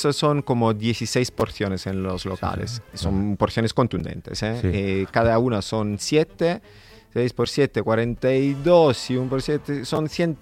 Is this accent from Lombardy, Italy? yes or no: no; Naples, Campania, Italy; Yo que soy, por ejemplo, de Nápoles, no comía la carbonara jamás.